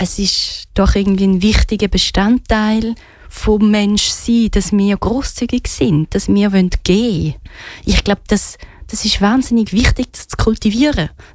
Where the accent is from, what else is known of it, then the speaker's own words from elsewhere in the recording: Switzerland; ich bin in der Schweiz geboren, Schweizer Pass, Schweizer Ausbildung und alles hier genossen und habe sehr viele Privilegien.